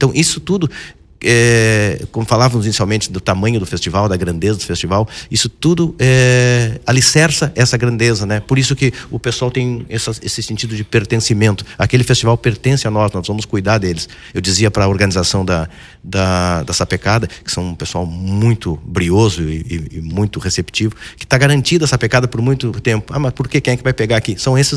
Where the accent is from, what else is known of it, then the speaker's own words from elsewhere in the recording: Cacequi, Rio Grande do Sul, Brazil; born there; now in Rio Grande, Brazil; numa estância dos parentes lá de Cacique, onde eu me criei, da onde tem essa veia nativista, assim, né, esse gosto, esse amor pela cultura do sul.